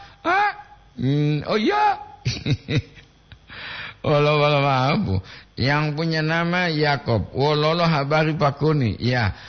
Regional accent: Gorontalo, Indonesia; now in Manado, Indonesia; Salam saya dari Gorontalo sekarang merantau di Manado.

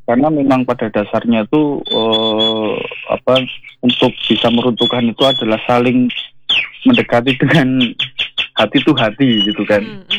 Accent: Surakarta, Central Java, Indonesia; Apalagi kita orang Jawa itu, orang Solo wabil khusus

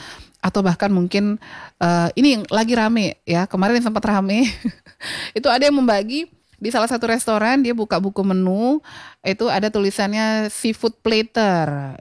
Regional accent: Lombok, West Nusa Tenggara, Indonesia; saya warga Lombok

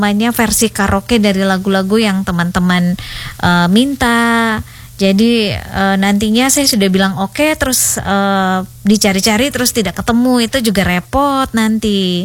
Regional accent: East Java, Indonesia; Saya dari Jawa Timur, kita kembali ke Flores ya.

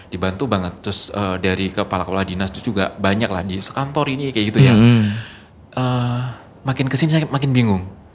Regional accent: Pare, East Java, Indonesia; Saya kebetulan kan lahir di kampung Inggris Pare.

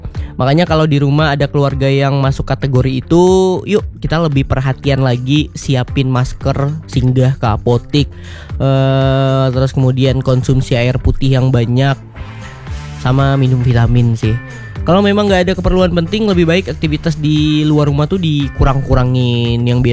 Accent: West Kalimantan, Indonesia; Sebagai warga Kalimantan Barat

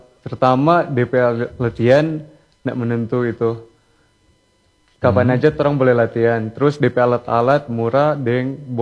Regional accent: Tomohon, North Sulawesi, Indonesia; Biasa kita yang ke Tondano, kita kan dari Tomohon. Jadi kita ke Tondano, pergi ke mereka, terus latihan-latihan bersama, terus mereka support.

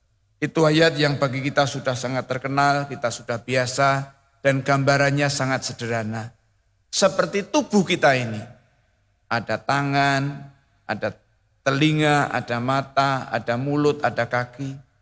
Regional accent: Java, Indonesia; Bapak Ibu, bagi kita orang Jawa, kita sudah sangat familiar dengan sapu lidi.

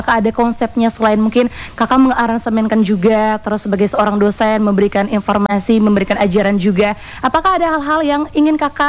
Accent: Ende, East Nusa Tenggara, Indonesia; apalagi musik-musik atau lagu-lagu daerah dari asal kita Ende ini kalian.

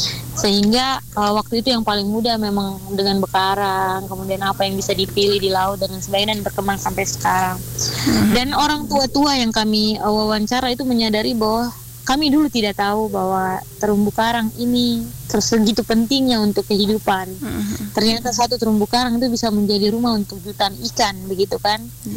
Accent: Larantuka, East Nusa Tenggara, Indonesia; bukan mutlak orang pesisir seperti kami, setelah kami riset lokal kak di desa kami, di kelurahan kami di Larantuka

